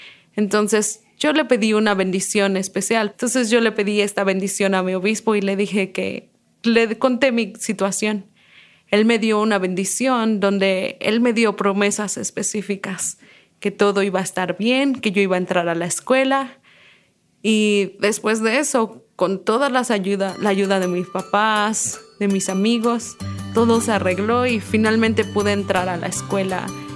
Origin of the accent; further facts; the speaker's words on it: Puebla, Mexico; moved away as an adult; Yo soy de Puebla, México.